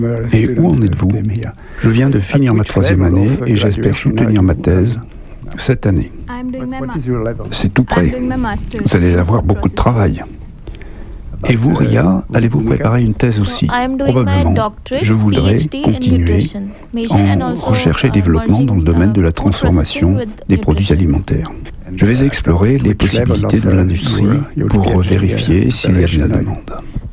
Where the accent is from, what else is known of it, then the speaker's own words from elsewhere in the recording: North India, India; French is a second language; Je viens aussi du nord de l'Inde, à 250 km de New Delhi, du même état.